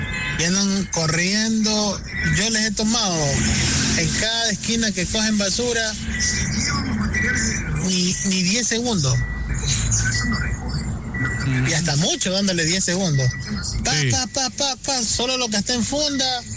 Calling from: Guayaquil, Guayas, Ecuador; acá en el sur, Malvinas.

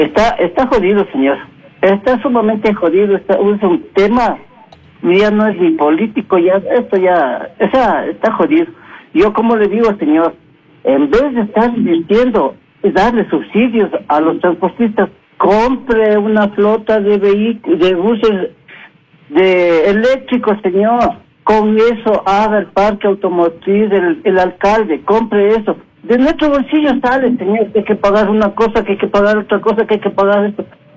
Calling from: Quito, Pichincha, Ecuador; vivo en Calderón

